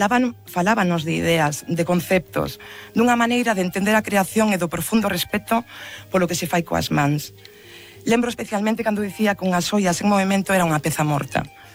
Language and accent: Galician; Santiago de Compostela, Galicia, Spain; pois son compostelá. É porque pertenzo a un gremio que leva séculos formando parte da identidade de Santiago e do patrimonio cultural de Galicia, a Uribería. A miña historia comenzou nun pequeno obradoiro de Vistalegre, o barrio onde medrei.